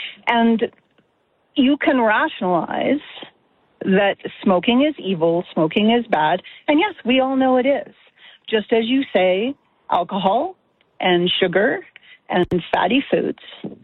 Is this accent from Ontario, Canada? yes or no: no; Alberta, Canada; You know, I am from Alberta.